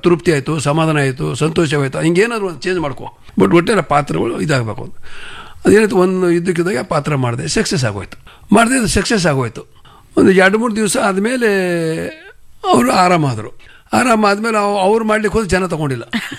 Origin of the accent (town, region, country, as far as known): Tegampur, Karnataka, India